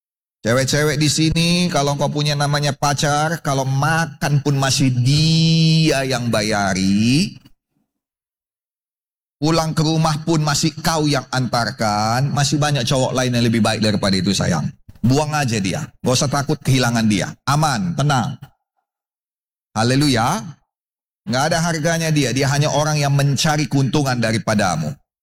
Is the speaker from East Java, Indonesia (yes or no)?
no; Medan, North Sumatra, Indonesia; Tapi saya orang Medan, Ci.